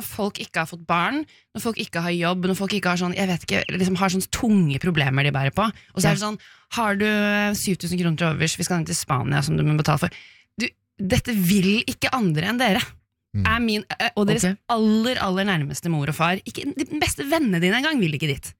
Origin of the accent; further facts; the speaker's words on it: Oslo, Norway; For jeg er fra Oslo Vest